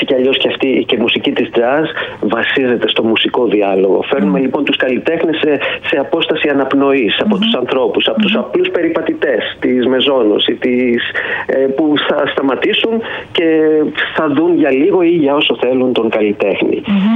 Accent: Kefalonia, Ionian Islands, Greece; also born or lived in Patras / Netherlands; now in Athens, Greece; Εγώ είμαι από την Κεφαλονιά.

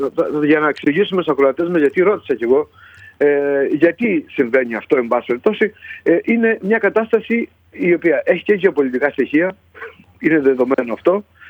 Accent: Lasithi, Crete, Greece; νιώθω υπερήφανος που είμαι από το Λασίθι

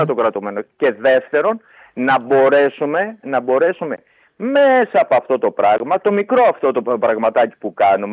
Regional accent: Greece; also born or lived in Italy / France; Εμείς σαν Έλληνες

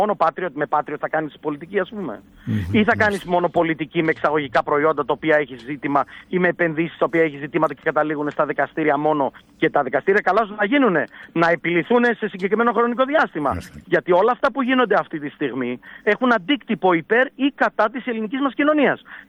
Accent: Thessaloniki, Central Macedonia, Greece; το ξέρετε και είμαστε όλοι από τη Θεσσαλονίκη

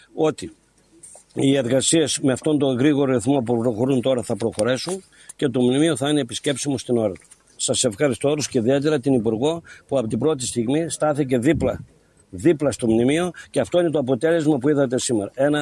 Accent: Amphipolis, Central Macedonia, Greece; ως δημότες του Δήμου Αμφίπολης και γενικά ως Μακεδόνες.

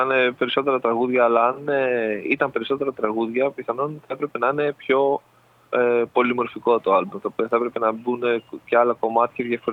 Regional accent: Larissa, Thessaly, Greece; now in Athens, Greece; Είμαι από τη Λάρισα.

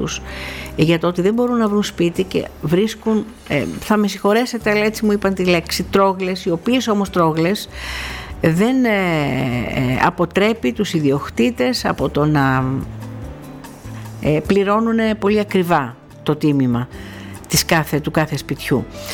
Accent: Rhodes, South Aegean, Greece; Έχουμε και εγώ τηλεφωνήματα από την ιδιαίτερη πατρίδα μου

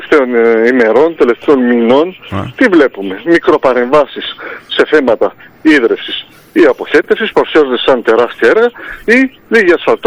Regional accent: Zakynthos, Ionian Islands, Greece; εμείς κάναμε πρωτοβουλία σαν Ζακυνθινή, σαν κάτοικος του νησιού.

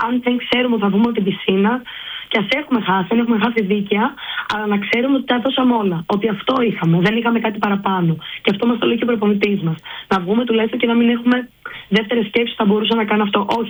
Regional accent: Australia; Λέμε, μου λέει στα αγγλικά επειδή είμαι Αυστραλέζα, today is the day.

